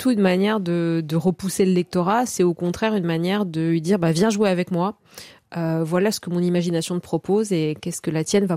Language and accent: French; Corsica, France; moi, je suis donc originaire de Corse et de Moyenne-Montagne, de Castagniccia.